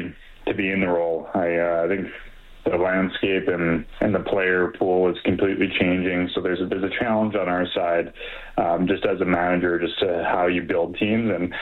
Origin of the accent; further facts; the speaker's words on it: Calgary, Alberta, Canada; I grew up in Calgary, so I grew up watching the Hitmen and the Flames